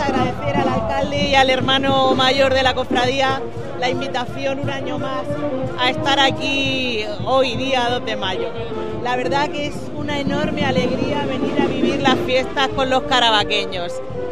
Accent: Region of Murcia, Spain; toda la región de Murcia se sienta orgullosa de nuestra identidad como murcianos, de nuestras fiestas, nuestras costumbres

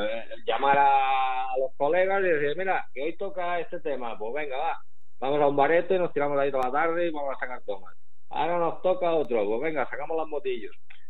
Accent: Barcelona, Catalonia, Spain; Y joder, somos de Barcelona

